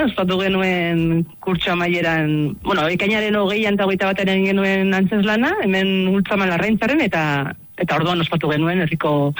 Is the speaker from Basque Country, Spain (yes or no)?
no; Pamplona, Navarre, Spain; now in Basaburua, Spain; ni Iruñekoa naiz, baina Basaburuan bizi naiz.